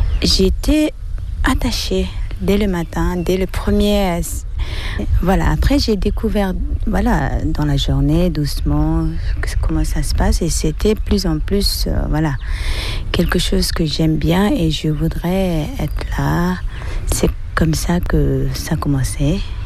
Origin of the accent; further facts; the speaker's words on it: South India, India; born there; French is a second language; moved away as an adult; also born or lived in Auroville, India; je suis née en Inde, sud de l'Inde. Et j'ai, comment on dit ça, à l'époque, comme tous les Tibétains sont réfugiés, on est presque tout le monde, tout le monde sont pauvres